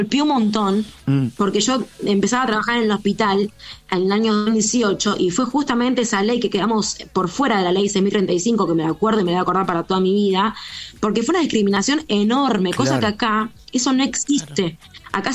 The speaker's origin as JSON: {"language": "Spanish", "country": "Argentina", "moved": "yes", "said": "los argentinos, siempre que salimos de algo así, nos reinventamos en otros donde estemos"}